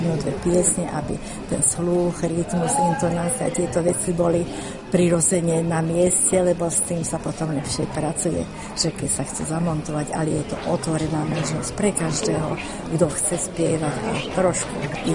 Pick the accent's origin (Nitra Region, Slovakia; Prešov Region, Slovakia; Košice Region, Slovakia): Nitra Region, Slovakia; Šaľa; som zo Šalé, som vedúca tohto spevokolu … bývalá učiteľka na klavír.